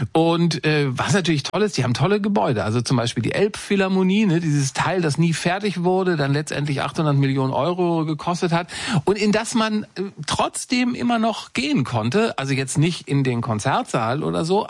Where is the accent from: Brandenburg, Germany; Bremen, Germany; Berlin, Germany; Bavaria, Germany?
Berlin, Germany; Als Berliner, bin ich ehrlich, habe ich Schwierigkeiten mit anderen deutschen Städten.